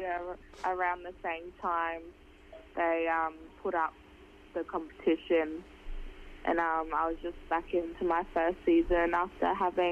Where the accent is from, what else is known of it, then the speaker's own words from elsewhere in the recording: Northern Territory, Australia; born there; also born or lived in Darwin / Halls Creek, Kimberley / South Australia; now in Perth, Australia; I was born in Darwin on Larrakia land, adopted and grew up by the Yolngu mob in northeast Arnhem land. My bloodline, Halls Creek, I'm a Jaru woman from Halls Creek, Kimberley region, and went to school down south with Kaurna people, and now here in Perth